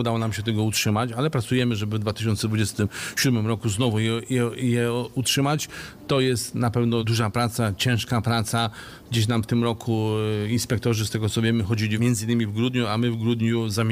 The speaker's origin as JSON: {"language": "Polish", "region": "Lower Silesian Voivodeship", "country": "Poland", "tie": "born there", "said": "ja jestem urodzony na Dolnym Śląsku, mieszkam, pracuję"}